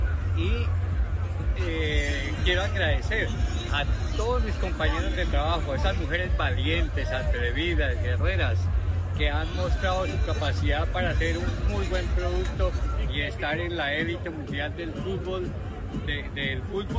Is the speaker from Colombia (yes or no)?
yes; Colombia; Hoy, como colombiano, siento que toda Colombia late al unísono conmigo.